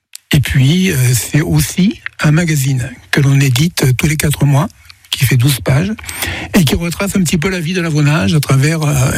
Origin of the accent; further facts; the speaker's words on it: Occitanie, France; Parce que je suis originaire du Gard et qu'on m'a donné l'occasion de m'y intéresser.